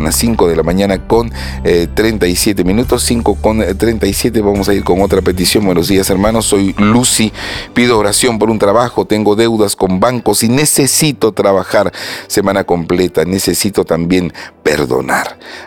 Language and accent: Spanish; Piura, Peru; Buen día, hermanos. Soy de Piura.